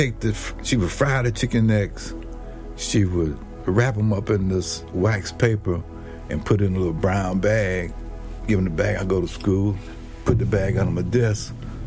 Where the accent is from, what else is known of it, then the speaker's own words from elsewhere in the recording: Richmond Hill, Georgia, United States; There wasn't nothing. There wasn't nothing in Richmond Hill. We used to catch the Greyhound bus in Richmond Hill to come to Savannah